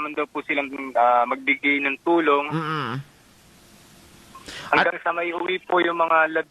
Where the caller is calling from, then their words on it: Karamoan, Bicol Region, Philippines; Taga ano po, Karamoan, Bicol.